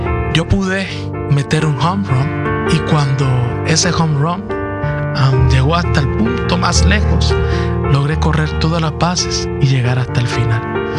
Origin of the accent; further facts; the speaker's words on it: San Juan, Puerto Rico; born there; Nací en San Juan de Puerto Rico, en el contexto de una familia muy católica de muchos valores cristianos.